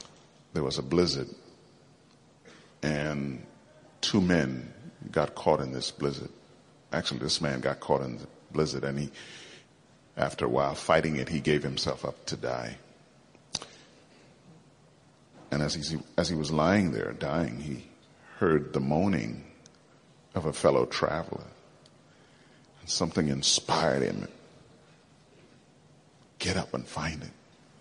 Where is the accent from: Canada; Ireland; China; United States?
Canada; I grew up in Canada. I went from palm trees to ice, you know.